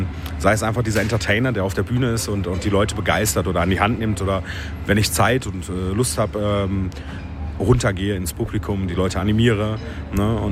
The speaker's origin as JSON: {"language": "German", "country": "Germany", "said": "Also als Deutscher ist man da tatsächlich sehr gern gesehen."}